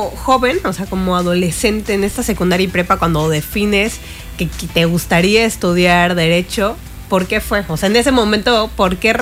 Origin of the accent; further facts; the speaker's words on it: Chetumal, Quintana Roo, Mexico; yo soy de Chetumal, de la capital de Quintana Roo